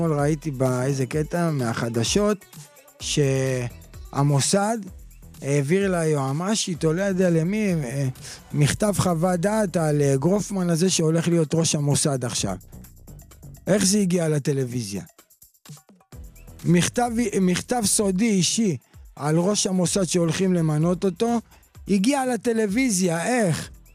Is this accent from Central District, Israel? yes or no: no; Jerusalem, Jerusalem District, Israel; born there; שערי צדק, אני נולדתי שם.